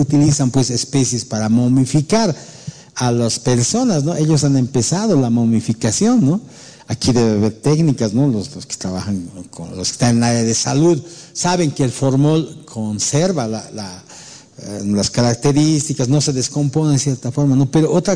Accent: Bolivia

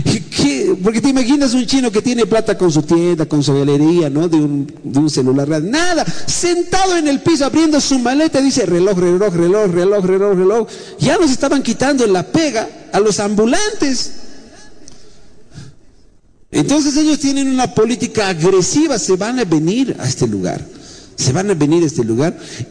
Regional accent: Bolivia; nos ha blindado a los bolivianos

